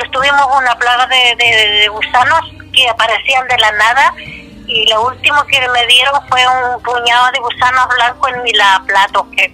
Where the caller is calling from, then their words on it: Llanquihue, Los Lagos, Chile; soy de acá de Los Pellines, de la comuna Yanquihue.